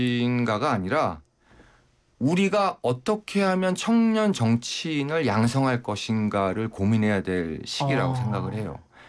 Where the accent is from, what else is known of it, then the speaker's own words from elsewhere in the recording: Chuncheon, Gangwon, South Korea; born there; 시골에 태어나 강원도 춘천에서 태어났어요.